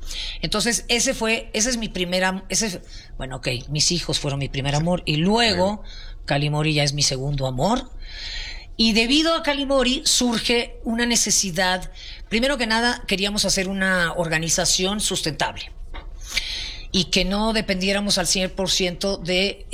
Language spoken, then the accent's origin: Spanish; Mexico City, Mexico; also born or lived in Panama; Mi familia es cubana, sí. Yo nací aquí